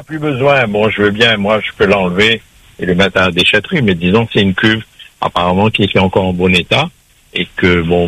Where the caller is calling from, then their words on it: Saint-Denis, Réunion; Je suis sur Saint-Denis, dans les Hauts, donc voilà.